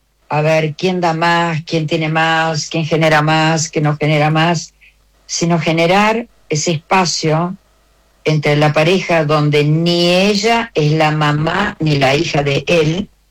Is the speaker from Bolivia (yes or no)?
no; Argentina; Yo soy la primera argentina de una familia absolutamente europea